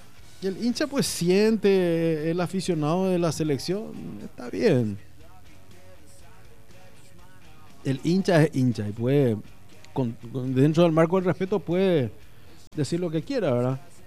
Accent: Paraguay; a nosotros los paraguayos, los mexicanos nos trozaron

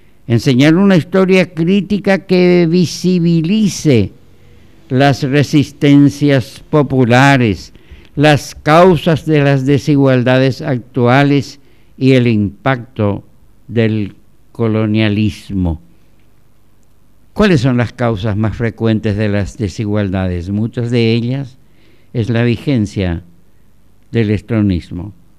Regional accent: Paraguay

